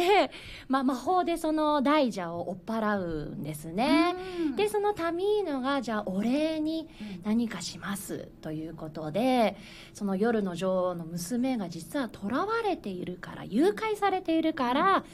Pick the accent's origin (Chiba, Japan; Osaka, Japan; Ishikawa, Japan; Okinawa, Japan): Chiba, Japan; Yotsukaido; ホタルが見える町、四街道市出身でございます。